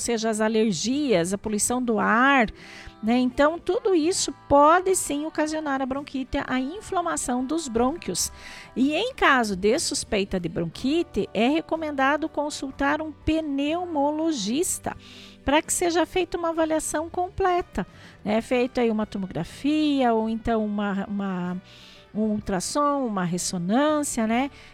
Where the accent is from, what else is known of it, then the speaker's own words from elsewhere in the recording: Brazil; a gente é brasileiro e não desiste nunca